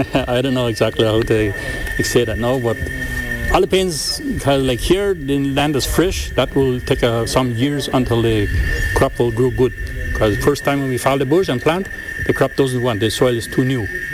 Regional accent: Belize; But we are from Belize, we are the first groups.

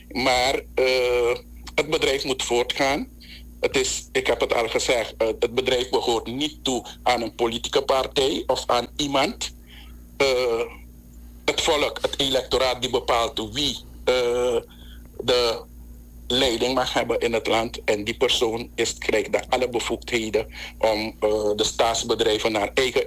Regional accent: Suriname

